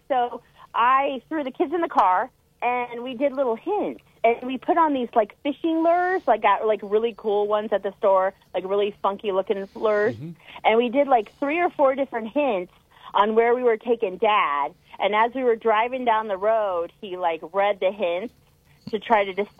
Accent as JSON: {"language": "English", "town": "Barberton", "region": "Ohio", "country": "United States", "tie": "born or raised there", "said": "Back to closer to that other area that you guys were talking about a minute ago. Back to my hometown"}